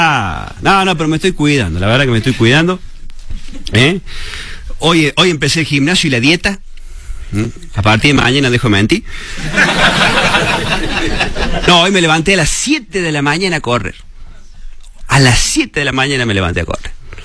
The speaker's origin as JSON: {"language": "Spanish", "region": "Córdoba", "country": "Argentina", "said": "soy humorista cordobés"}